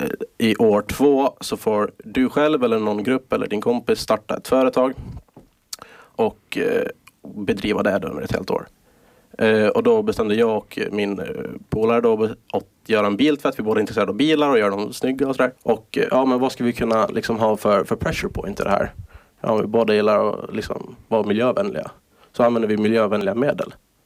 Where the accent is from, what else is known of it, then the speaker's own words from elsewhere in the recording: Åland, Finland; Så liksom, det är min hemort, det är Åland.